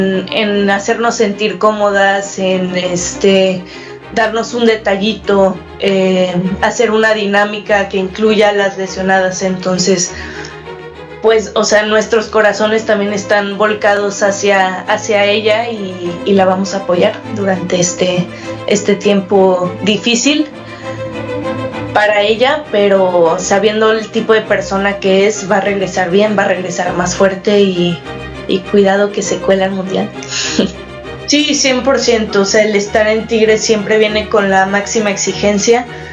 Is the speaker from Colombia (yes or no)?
no; Mexico; Entonces, sí, como futbolista mexicana, pues me enorgullece que haya una compañera mexicana nominada para estos premios